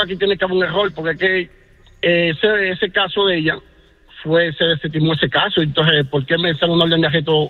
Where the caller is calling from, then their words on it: Paterson, New Jersey, United States; yo vivo en Patterson.